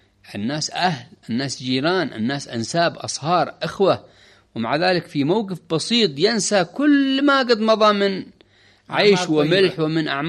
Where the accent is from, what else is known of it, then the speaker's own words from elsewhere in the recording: Yemen; عندنا في اليمن